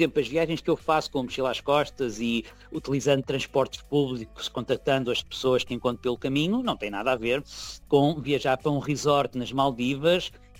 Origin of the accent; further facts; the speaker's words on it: Figueira da Foz, Centro, Portugal; Eu sou da Figueira Foz, cresci em frente à praia